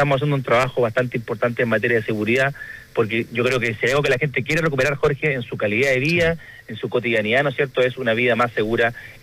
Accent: Chile; somos chilenos, somos chilenas

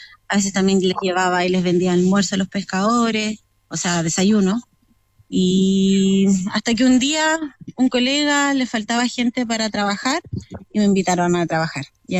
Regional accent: Santiago, Santiago Metropolitan Region, Chile; moved away as an adult; also born or lived in Valparaíso; now in Pelluhue, Chile; Yo soy de Santiago. Yo soy de Santiago y me fui a los 18 años a Valparaíso a estudiar biología marina.

